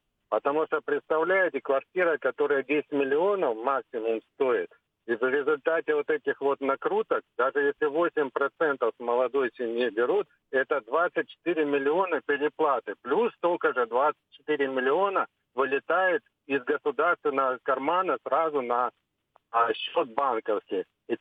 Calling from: Krasnodar, Krasnodar Krai, Russia; из Краснодара, постоянный слушатель.

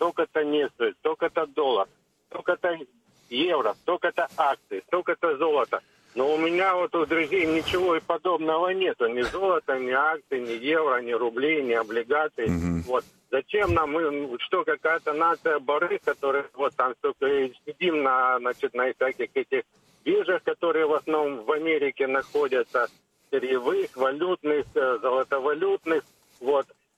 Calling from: Krasnodar, Krasnodar Krai, Russia; из Краснодара, постоянный слушатель.

